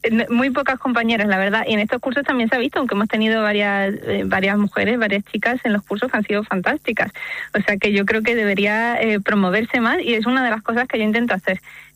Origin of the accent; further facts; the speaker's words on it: Algeciras, Andalusia, Spain; now in San Roque, Spain; Ahora mismo resido en San Roque, pero yo soy de Algeciras, sí.